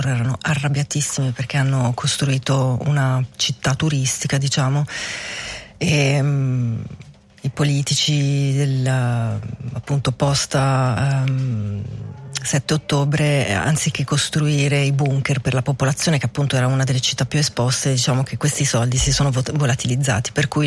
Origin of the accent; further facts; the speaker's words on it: Switzerland; io vengo dalla Svizzera